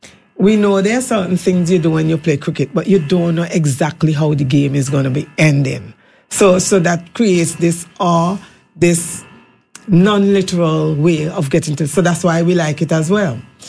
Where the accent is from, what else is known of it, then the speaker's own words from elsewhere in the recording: Montserrat; I'm from Montserrat, I like small groups.